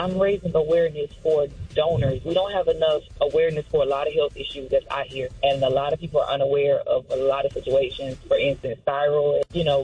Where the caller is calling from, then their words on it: Atlanta, Georgia, United States; I'm calling from Atlanta.